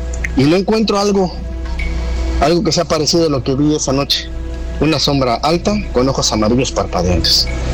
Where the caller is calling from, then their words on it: Veracruz, Mexico; soy de Veracruz.